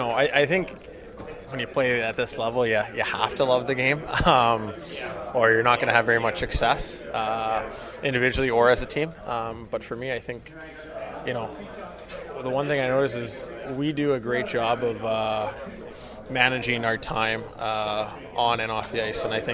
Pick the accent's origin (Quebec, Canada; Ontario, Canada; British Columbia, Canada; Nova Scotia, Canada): British Columbia, Canada; Vancouver; growing up in Vancouver, I always look forward to going to Canucks games